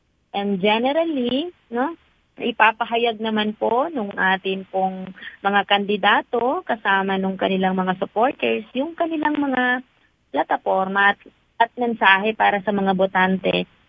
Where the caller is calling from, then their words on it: Marawi, Bangsamoro, Philippines; Dito po sa Marawi, kapag umaga, maayos po yung panahon.